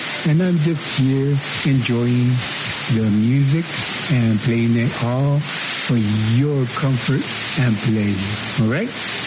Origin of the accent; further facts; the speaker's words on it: Arizona, United States; and my hometown, Hightown.